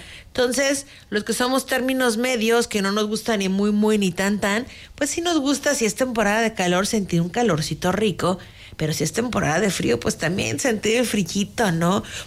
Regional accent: Puerto Vallarta, Jalisco, Mexico; para los que somos de Puerto Vallarta

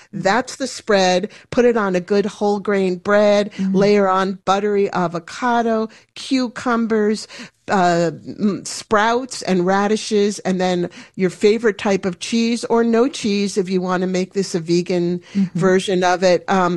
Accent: New York, United States; Growing up in New York, the big treat was we're going for an Italian.

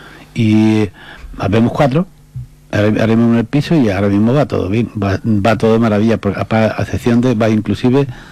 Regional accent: Morón de la Frontera, Andalusia, Spain; moved away; Yo soy de Sevilla, de Morón de la Frontera.

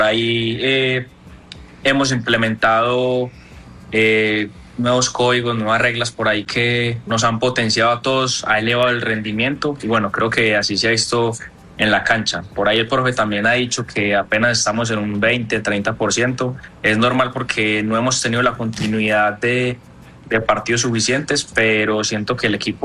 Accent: Medellín, Antioquia, Colombia; No, señor, de acá de Medellín.

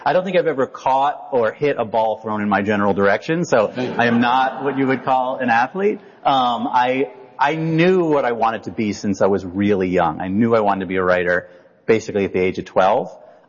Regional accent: Princeton, New Jersey, United States; born there; I was born in Princeton, New Jersey.

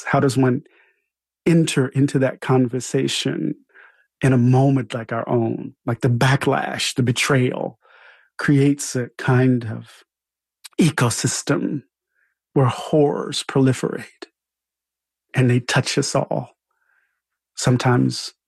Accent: Pascagoula, Mississippi, United States; I found a lynching in my hometown. Dan Patrick in Creole Town, which is the place where my dad grew up, was lynched in June of 1899. He was lynched in Hangman's Tree, the Hangman's Tree Oak. 300 people showed up in Pascagoula, Mississippi to lynch him.

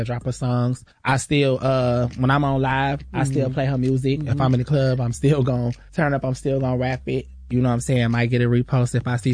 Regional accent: Florida, United States; born or raised there

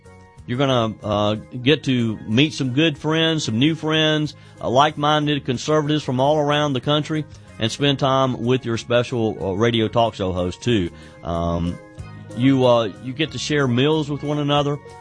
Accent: South Carolina, United States; because I know in my home state of South Carolina, several years ago, everybody always complains about roads.

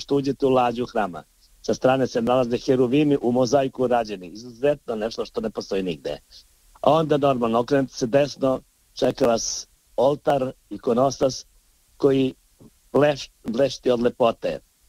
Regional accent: Podgorica, Montenegro; Kao, na primjer, kod nas u Podgorici postoji manastir Dajbabe, to je periferija grada.

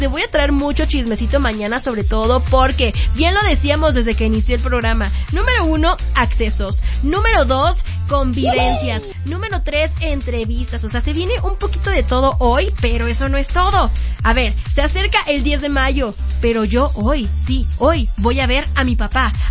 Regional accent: Acapulco, Guerrero, Mexico; now in Mexico City, Mexico; ya me considero aquí de la ciudad, ¿verdad? ¿Sería ya chilanga yo oficialmente o no? Pero mitad chilanga, mitad guerrerense, mitad acapulqueña

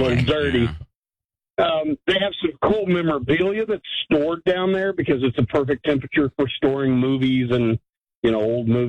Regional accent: Kansas, United States; Well, I was born here as well. Lived here all my life, all 57 years now.

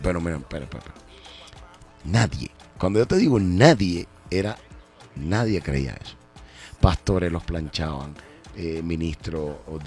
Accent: Cuba; moved away as an adult

